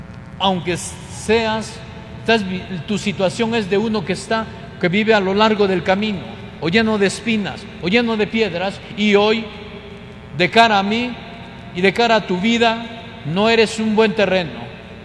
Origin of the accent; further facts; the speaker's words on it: Cobán, Alta Verapaz, Guatemala; los cobaneros, nosotros